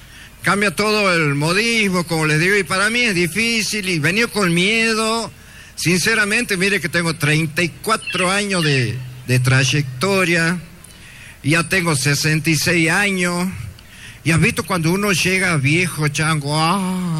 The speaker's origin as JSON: {"language": "Spanish", "region": "Santiago del Estero", "country": "Argentina", "said": "Soy de Argentina y una provincia, Santiago del Estero."}